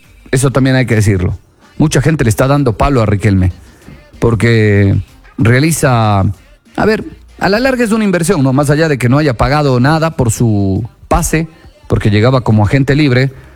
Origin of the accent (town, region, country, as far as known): Ecuador